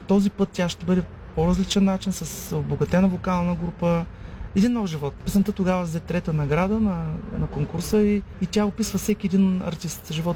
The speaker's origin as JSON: {"language": "Bulgarian", "town": "Burgas", "region": "Burgas Province", "country": "Bulgaria", "said": "Аз съм си бургазлия"}